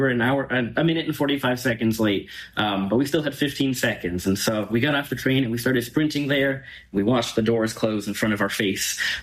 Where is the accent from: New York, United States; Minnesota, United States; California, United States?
New York, United States; New York City; I'm from New York City